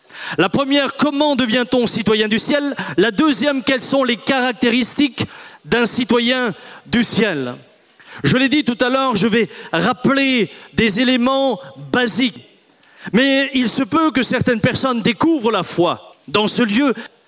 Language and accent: French; France; born there; Je suis né en France et je suis français.